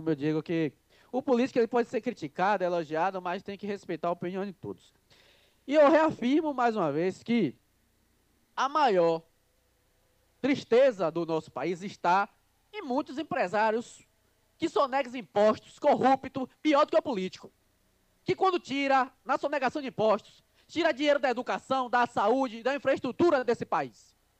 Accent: Brazil; eu quero mandar um abraço a todos os moradores da rua Jesus Nazaré, onde eu nasci, me cresci, e eu capinava o terreno de todo mundo.

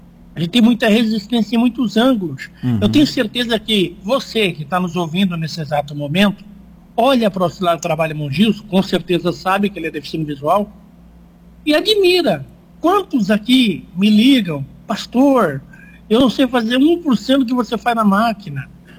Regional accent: Santa Catarina, Brazil; born there; also born or lived in Petrolândia, Santa Catarina / Joinville; eu nasci em Santa Catarina, então eu sou catarinense roxo.

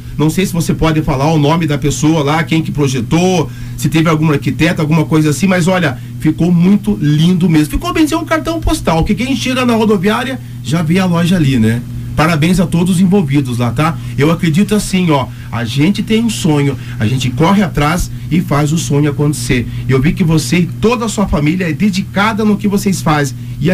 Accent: São Paulo, Brazil; moved away as an adult; No dia 20 de maio do ano 2000, eu vinha lá da minha cidade, interior de São Paulo, com mala e cuia.

